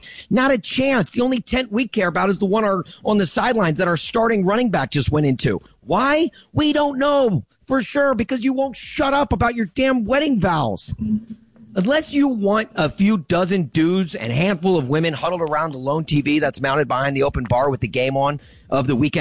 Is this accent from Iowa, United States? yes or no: no; Nashville, Tennessee, United States; And maybe, look, I grew up in Nashville, okay?